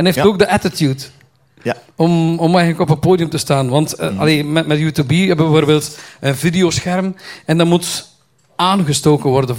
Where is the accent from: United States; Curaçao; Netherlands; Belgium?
Belgium; Kortemark, West Flanders; Ik ben een echte West-Vlaming.